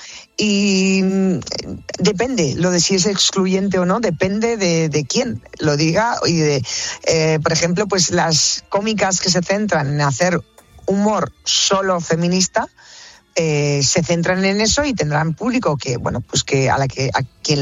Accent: Basque Country, Spain; muy representativa de lo que ahora veis que somos los vascos, ¿no?

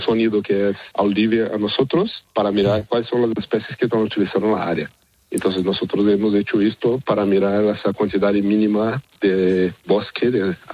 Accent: Brazil; Spanish is a second language; Yo estaba en máster en Brasil, yo soy brasileño. Ahí, en el laboratorio que estaba en la Universidad de Rio de Janeiro

